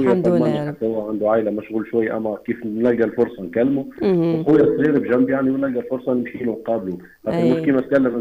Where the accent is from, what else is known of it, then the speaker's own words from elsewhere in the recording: Tunisia; accent: Tunisian; moved away; اللهجة نتاعنا نتاع تونس